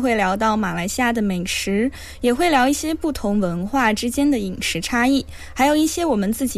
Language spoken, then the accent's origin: Chinese; China; 而我来自中国